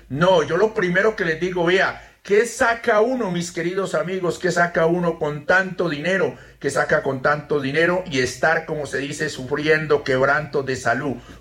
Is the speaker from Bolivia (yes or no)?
no; Putumayo, Colombia; el indio del Putumayo